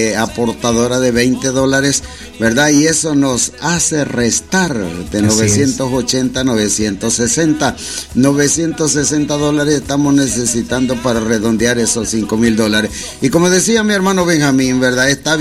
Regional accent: El Salvador

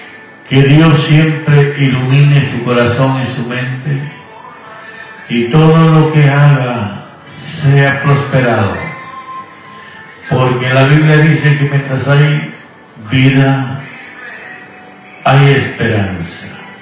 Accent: Guatemala; now in Houston, United States; Yo soy nacido en Guatemala, viviendo aquí en Houston, Texas, ya por pasadito de 30 años, pero recuerde que nunca olvidamos nuestras raíces.

